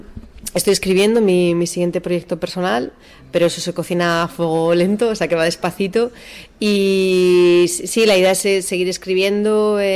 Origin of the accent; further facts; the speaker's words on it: Basque Country, Spain; Yo soy del País Vasco y es como vasco